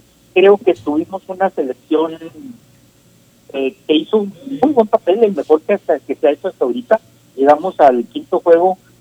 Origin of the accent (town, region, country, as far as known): Mexico